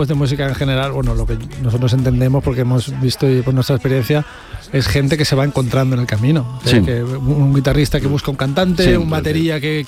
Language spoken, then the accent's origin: Spanish; Valencia, Valencian Community, Spain; yo soy de Valencia, porque a mí me gusta ser abanderado de mi tierra.